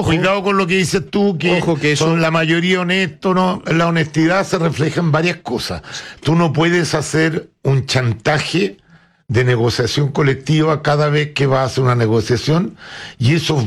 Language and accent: Spanish; Chile